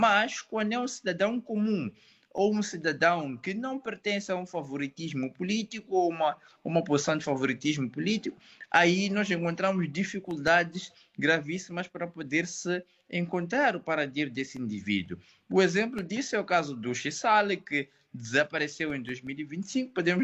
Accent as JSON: {"language": "Portuguese", "country": "Mozambique"}